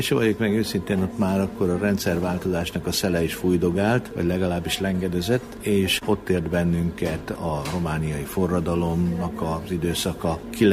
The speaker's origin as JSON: {"language": "Hungarian", "town": "Bükkaranyos", "region": "Borsod-Abaúj-Zemplén", "country": "Hungary", "tie": "born or raised there", "said": "Ha nem is a Bükkbe, de a Bükk alján, Bükkaranyos nevű településen nőttem fel valóban lelkész családban"}